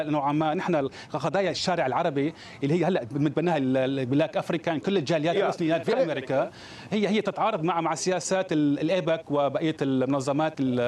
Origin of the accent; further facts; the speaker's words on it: Syria; now in Michigan, United States; مش أنا سوري مش لبناني، مع احتياطنا أهلنا اللي بلبنان بلاد الشام. طبعا احنا، انا احب اقول لك انه نحن هلا ميشيغان هي عاصمه العرب في امريكا.